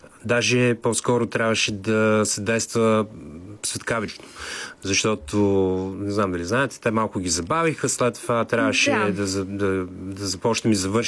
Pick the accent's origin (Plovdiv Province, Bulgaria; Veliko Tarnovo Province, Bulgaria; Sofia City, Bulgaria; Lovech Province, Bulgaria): Plovdiv Province, Bulgaria; Plovdiv; Аз живея в Пловдив. Там съм израснал.